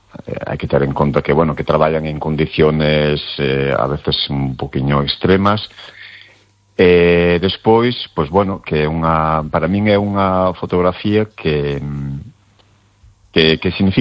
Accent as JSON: {"language": "Galician", "town": "Vilagarcía de Arousa", "region": "Galicia", "country": "Spain", "said": "eu son daqui de Vila García, donde lógicamente máis tempo teño e donde máis me movo"}